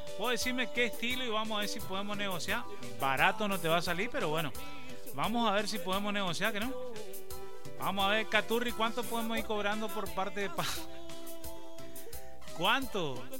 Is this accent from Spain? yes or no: no; Chaco, Argentina; Yo soy del Chaco, trabajo acá en campo